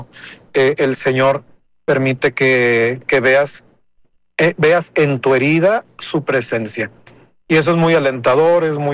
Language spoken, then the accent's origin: Spanish; Irapuato, Guanajuato, Mexico; Yo soy de Irapuato, entonces, pero sigo en contacto con ellos